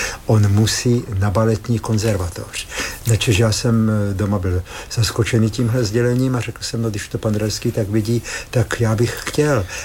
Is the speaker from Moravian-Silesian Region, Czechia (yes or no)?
no; Hranice, Olomouc Region, Czechia; já jsem z Hranic na Moravě